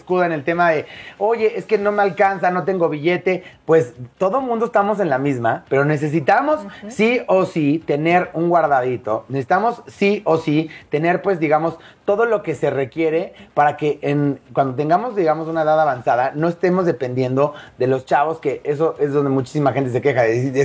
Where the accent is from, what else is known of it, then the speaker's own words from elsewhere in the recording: Mexico; nosotros como mexicanos no tenemos una cultura del ahorro.